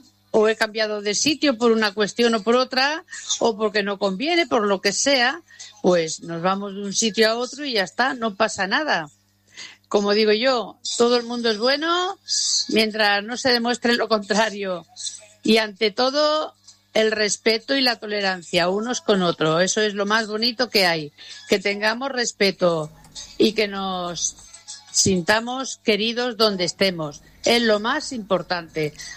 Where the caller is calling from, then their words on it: Sabadell, Catalonia, Spain; de Sabadell.